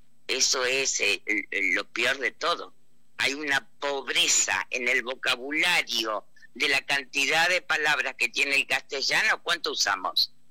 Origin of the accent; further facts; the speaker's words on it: Santa Fe, Argentina; moved away; Todos sabemos que los santafesinos tenemos nuestra tonada, que nos comemos las heces, que utilizamos un montón de palabras como el tema de galletitas.